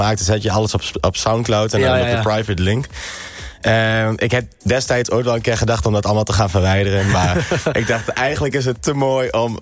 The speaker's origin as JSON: {"language": "Dutch", "region": "Overijssel", "country": "Netherlands", "accent": "Twents", "moved": "yes", "lives_now": "Amsterdam, Netherlands", "said": "26 jaar. Ik kom oorspronkelijk dus uit Twente. Ik woon nu in Amsterdam."}